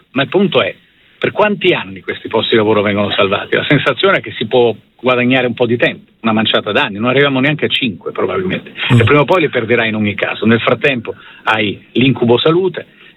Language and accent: Italian; Naples, Campania, Italy; Io sono di Napoli, ho vissuto l'agonia decennale, ultra decennale dell'Ilva di Bagnoli